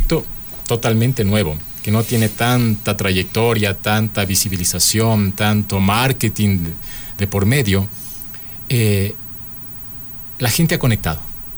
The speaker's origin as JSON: {"language": "Spanish", "town": "Otavalo", "region": "Imbabura", "country": "Ecuador", "said": "también soy de Otavalo."}